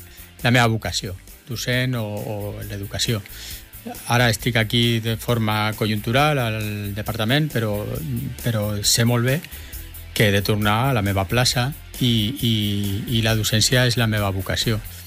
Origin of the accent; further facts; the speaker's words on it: Sant Boi de Llobregat, Catalonia, Spain; also born or lived in Rubí; now in Barberà del Vallès, Spain; jo sóc de Sant Boi, sóc del Baix